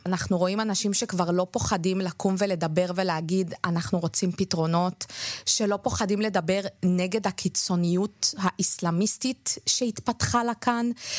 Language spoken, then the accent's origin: Hebrew; Ma'alot-Tarshiha, Northern District, Israel; born or raised there; also born or lived in Southern Lebanon